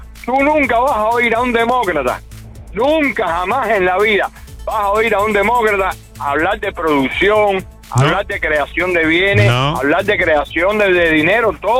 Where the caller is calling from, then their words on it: Hollywood, Florida, United States; Yo vivo en Hollywood.